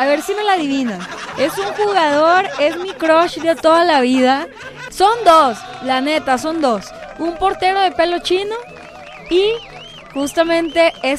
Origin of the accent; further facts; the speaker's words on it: Mexico; así somos los mexicanos